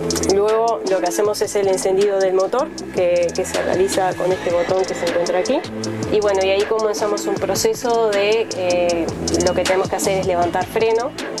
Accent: Tacuarembó, Uruguay; Me crié en Tacuarembó, a pocas cuadras de la estación que hay allí, ferroviaria.

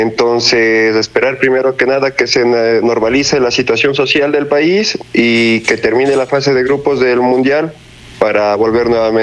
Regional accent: Ecuador

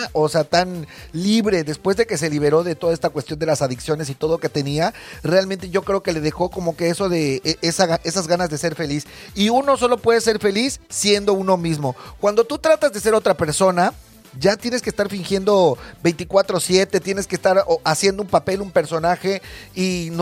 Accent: Mexico; muchos mexicanos sabemos que no sabemos hablar inglés

